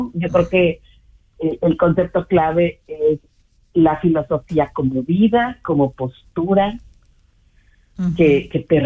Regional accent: Mexico; moved away as an adult; now in Switzerland; como ya lo dijiste, soy una mexicana viviendo en Suiza.

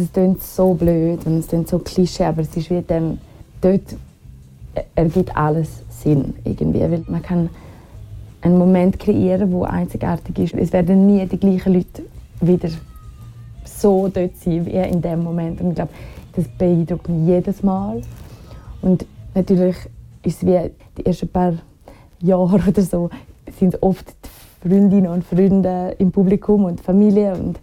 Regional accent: Graubünden, Switzerland; moved away as an adult; now in Zurich, Switzerland; Ich bin in Graubünden aufgewachsen, in den Bergen. Ich bin jetzt schon seit 11 Jahren in Zürich.

